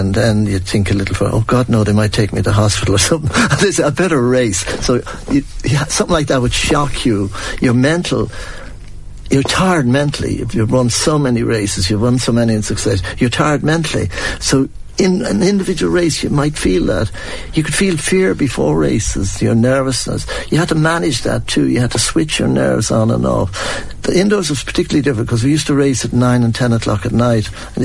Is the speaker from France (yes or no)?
no; Ireland; moved away as an adult; also born or lived in United States; I'm an Irishman, and I came home to Ireland in a time of depression in Ireland, and I'm the crew cut kid with the beginning of American accent